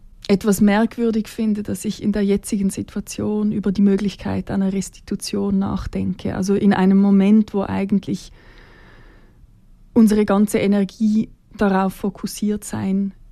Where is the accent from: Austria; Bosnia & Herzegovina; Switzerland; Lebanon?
Switzerland; meine Position als Schweizerin